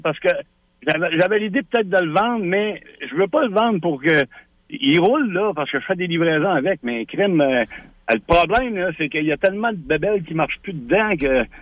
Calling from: Quebec City, Quebec, Canada; de Charlebourg.

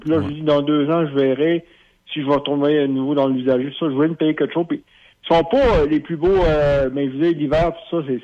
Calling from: the Maritimes, Canada; mais moi je viens des Maritimes

